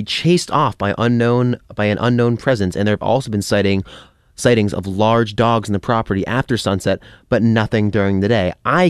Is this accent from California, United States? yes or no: no; Westport, Massachusetts, United States; So one place that claims to be haunted in my hometown of Westport is Cornell Road.